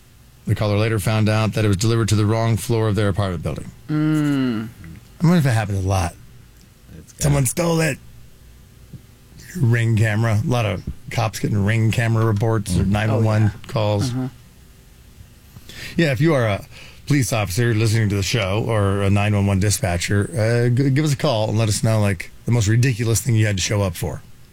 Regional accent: Canada; I'm Canadian, obviously.

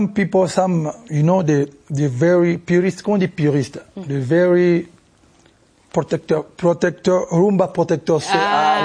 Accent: Kinshasa, DR Congo; English is a second language; moved away as an adult; now in Paris, France; I was when because I grew up in Kinshasa, and I go to the Paris when I was like, I used to be a little bit, you know, like 19, 20.

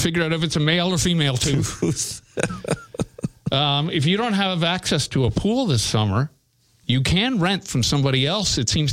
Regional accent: Toronto, Ontario, Canada; yeah, I'm from Toronto. Oh, where's Toronto? Oh, it's in Ontario.

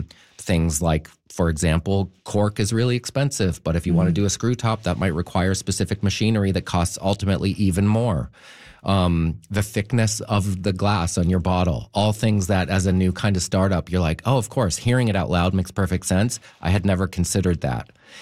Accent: Prince Edward Island, Canada; I'm from Prince Edward Island.

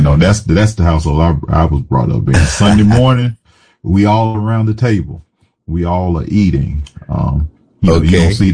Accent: Rock Hill, South Carolina, United States; accent: Southern; now in New Haven, United States; My childhood, it was in Rock Hill, South Carolina. It was a very humble beginning, country boy at heart. And so I grew up in a community where we had our own farm.

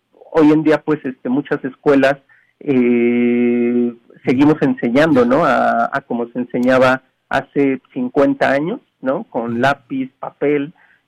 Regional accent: Mexico; nosotros como mexicanos

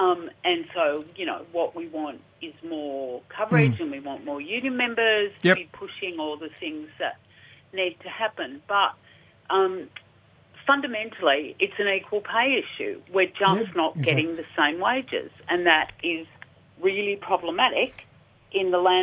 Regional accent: Sydney, New South Wales, Australia; As you know, I'm Gadigal descendant from the inner city area of Sydney.

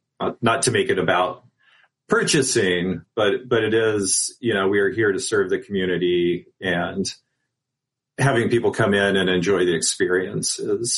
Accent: Missouri, United States; also born or lived in West Coast / New York; now in Chicago, United States; Grew up the first part of my life in Missouri, then moved to the West Coast, moved around a bit, lived in upstate New York before moving to Chicago.

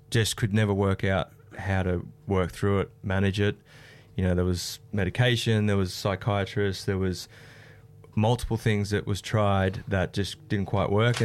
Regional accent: Sydney, New South Wales, Australia; growing up in Maroubra

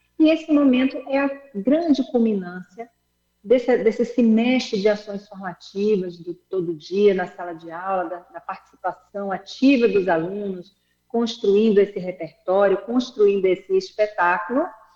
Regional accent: Northeast Region, Brazil

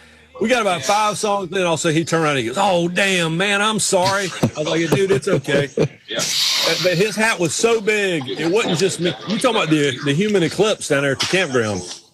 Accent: Raleigh, North Carolina, United States; I grew up in Raleigh. I grew up big North Carolina State fan.

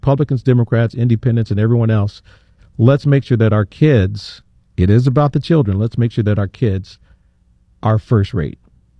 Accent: Johnston, Iowa, United States; In Johnston, my hometown, we moved to Phonics.

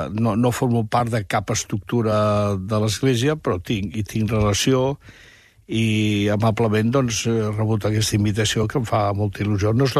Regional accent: Barcelona, Catalonia, Spain; aprofito per dir, com a barceloní

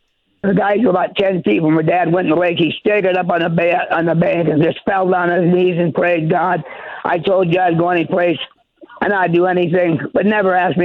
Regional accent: Minnesota, United States; Well, I did growing up in Minnesota. Couple times we went to Canada, but my dad is a minister, a preacher.

